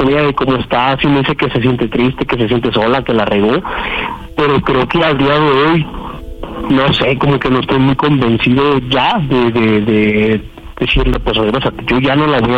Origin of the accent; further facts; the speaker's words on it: Tierra Caliente, Mexico; yo soy de Tierra Caliente